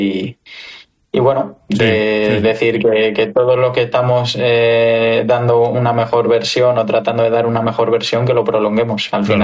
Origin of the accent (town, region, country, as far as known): Spain